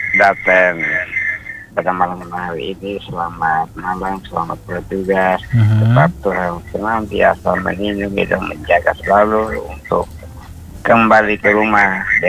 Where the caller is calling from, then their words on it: Fatulio Tengah, East Nusa Tenggara, Indonesia; Fatulio Tengah.